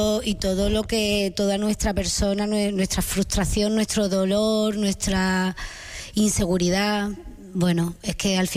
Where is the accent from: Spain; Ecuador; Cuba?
Spain; Andalusia; accent: Andalusian; Sí, bueno, intenté camuflarlo un poquillo, la verdad, porque no quería... Se ve que no lo he